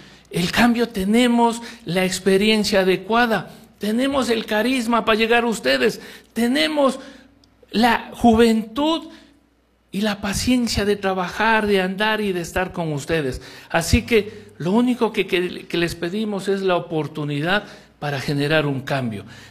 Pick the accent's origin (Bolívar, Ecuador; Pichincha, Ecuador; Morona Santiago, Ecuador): Morona Santiago, Ecuador; Macas; nos identificamos como macabeos